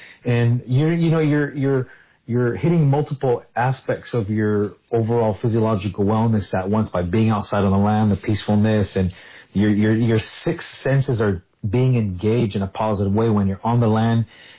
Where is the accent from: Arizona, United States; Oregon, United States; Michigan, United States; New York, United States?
Arizona, United States; Salt River; born or raised there